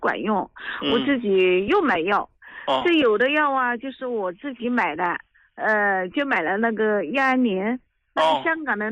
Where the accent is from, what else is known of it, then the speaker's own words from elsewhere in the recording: Hubei, China; 我家是湖北的，